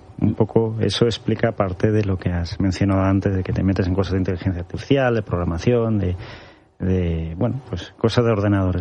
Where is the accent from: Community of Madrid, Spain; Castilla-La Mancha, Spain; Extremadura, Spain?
Community of Madrid, Spain; Collado Villalba; básicamente crecí en Villalba, que es un pueblo de la Sierra de Madrid, que muchos conoceréis. Fui en colegio público, como tantos otros.